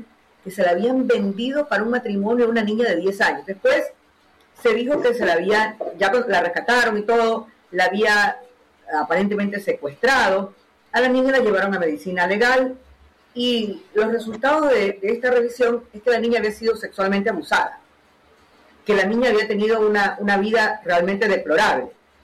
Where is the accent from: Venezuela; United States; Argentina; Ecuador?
Ecuador; Guayaquil, Guayas; lo que nos interesa como guayaquileños